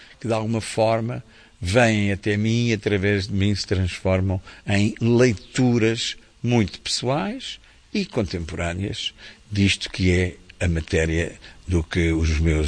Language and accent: Portuguese; Lisbon, Portugal; born there; não nasci em África, nem na Patagónia, nem na Austrália, nasci em Lisboa, na Europa, no ocidente da Europa.